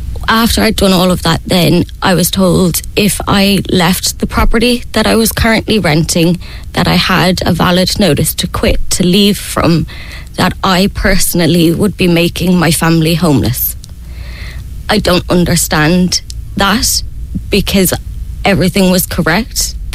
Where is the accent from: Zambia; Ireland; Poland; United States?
Ireland; Bray, Leinster; I'm from Bray. I lived in Bray my whole life. I worked in Bray.